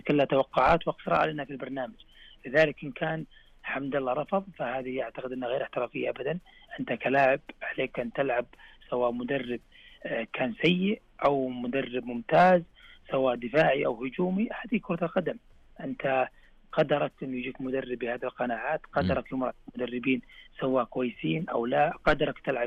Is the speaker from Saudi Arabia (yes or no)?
yes; Saudi Arabia; يفرحنا بكل امانه كسعوديين